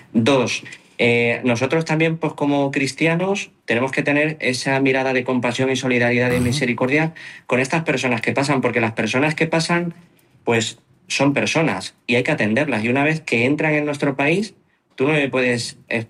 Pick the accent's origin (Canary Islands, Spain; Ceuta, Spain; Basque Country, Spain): Ceuta, Spain; Yo tengo 47 años, soy de aquí de Ceuta